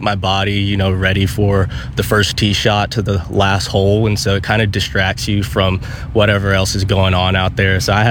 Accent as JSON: {"language": "English", "region": "Florida", "country": "United States", "said": "I'm from South Florida"}